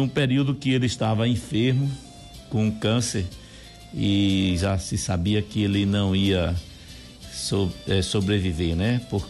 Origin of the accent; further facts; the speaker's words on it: Canguaretama, Rio Grande do Norte, Brazil; Quero muito bem a todos ali na minha cidade, Canguaretama.